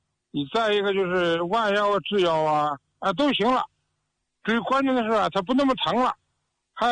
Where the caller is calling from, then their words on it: Baoding, Hebei, China; 我是河北保定的。